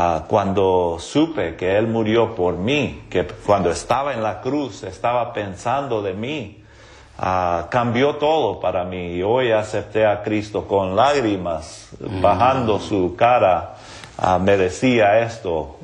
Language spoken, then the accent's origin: Spanish; Honduras; Spanish is a second language; now in United States; Sí, bueno, yo me crecí en Honduras, Centroamérica, y por eso sé un poquito de español.